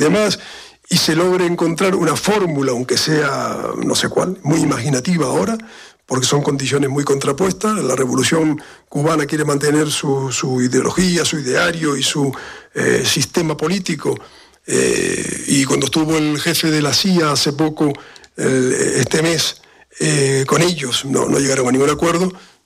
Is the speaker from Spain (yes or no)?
yes; Canary Islands, Spain; cuando supo que era canario